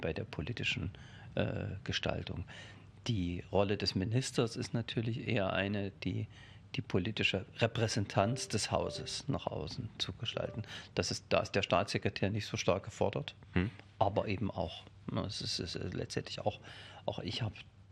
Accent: Hirschberg, Thuringia, Germany; moved away as an adult; also born or lived in Schleiz / Jena; Also bin gebürtiger Thüringer, bin 1965 in Hirschberg an der Saale geboren, im südöstlichsten Zipfel Thüringens, kann man sagen, genau an der Grenze zwischen Bayern, Thüringen und Sachsen. Bin ja Thüringer Vogtländer

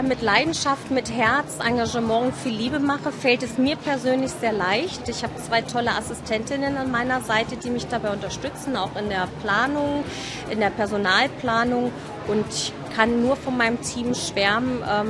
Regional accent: Augsburg, Bavaria, Germany; born there; Wie gesagt, bin gebürtige Augsburgerin, also ein bayerisches Mahnl aus der Puppenkiste entstanden.

